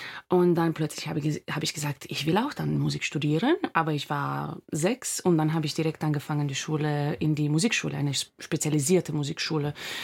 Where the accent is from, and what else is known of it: Romania; German is a second language; moved away as an adult; now in Berlin, Germany